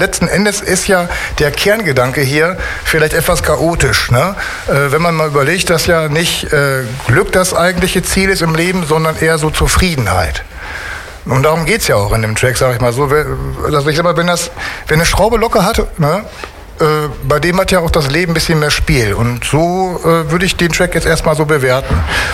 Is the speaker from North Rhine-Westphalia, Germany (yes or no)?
yes; Bocholt, North Rhine-Westphalia, Germany; moved away as an adult; now in Düsseldorf, Germany; ich komme aus Bocholt und bin jetzt seit weit über 20 Jahren schon in Düsseldorf. Ne? So, und ich denke, ich darf mich auch Düsseldorfer nennen inzwischen und so fühle ich mich auch auf jeden Fall